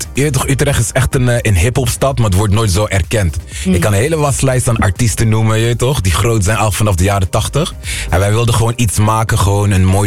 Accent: Aruba; born there; Ik ben op Aruba geboren, maar ik noem mijzelf altijd Afrikaan.

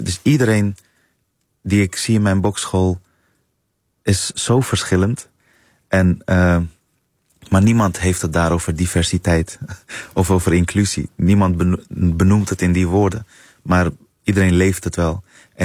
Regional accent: Netherlands; want dat zijn wel de romans waarmee ik ben opgegroeid in Nederland.

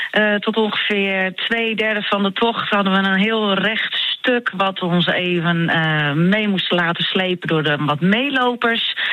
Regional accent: Harlingen, Friesland, Netherlands; born there; Ik ben zelf geboren in Harlingen en daar heb ik de 15 jaar waarin ik altijd zoekende was

